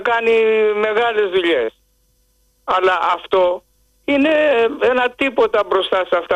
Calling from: Piraeus, Attica, Greece; Καλησπέρα … είμαι από Πειραιά.

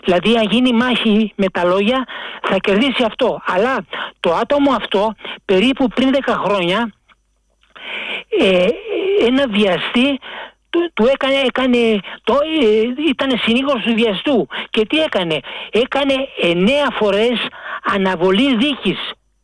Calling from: Glyfada, Attica, Greece; από τη Γλυφάδα.

